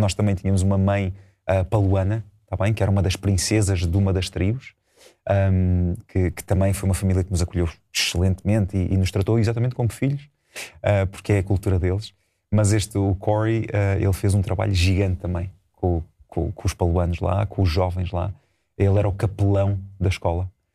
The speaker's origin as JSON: {"language": "Portuguese", "country": "Portugal"}